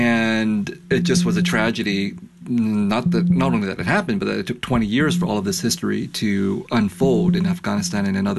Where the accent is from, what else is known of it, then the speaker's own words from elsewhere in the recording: Vietnam; now in United States; part of the strange experience for me as an American to feel on a very regular basis is this contradiction between being a refugee from an American war in Vietnam and being a citizen of a United States that is at perpetual war.